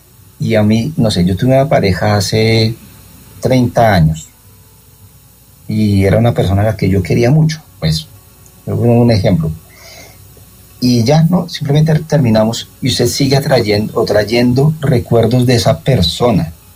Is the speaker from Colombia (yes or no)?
yes; Colombia; yo creo que es por lo que somos, no sé, colombianos, latinos, nos enseñaron que la familia sí es lo más importante